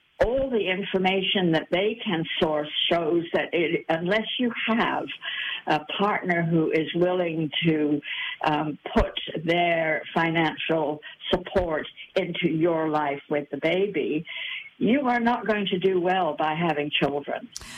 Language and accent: English; Canada; accent: Canadian; now in New Zealand; my accent is Canadian.